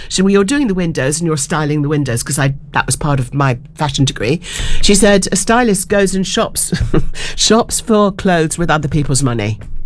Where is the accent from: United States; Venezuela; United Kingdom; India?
United Kingdom; London; And so I grew up in London, locally